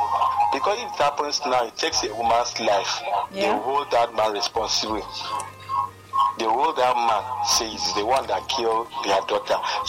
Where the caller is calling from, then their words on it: Calabar, Cross River, Nigeria; I'm calling from Calabar.